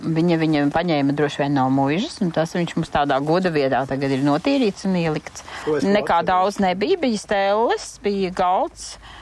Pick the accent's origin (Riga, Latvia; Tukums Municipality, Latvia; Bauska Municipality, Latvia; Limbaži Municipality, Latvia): Limbaži Municipality, Latvia; Lāde; Es arī esmu no Limbažas pagasta, no Lādes tāda vieta.